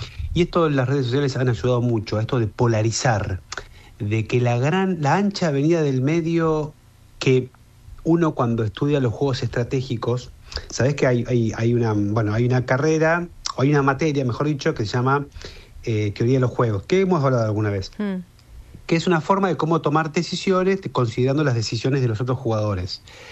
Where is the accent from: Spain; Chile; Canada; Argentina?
Argentina; siempre desde el prejuicio, si querés, de la argentinidad